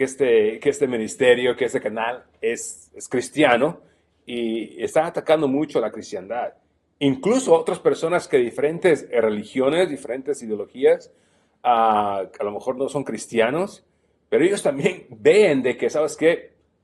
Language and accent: Spanish; Chiapas, Mexico; moved away; Yo soy de Chiapas. Tiene muchos años que no vivo en Chiapas, pero he ido a Guatemala.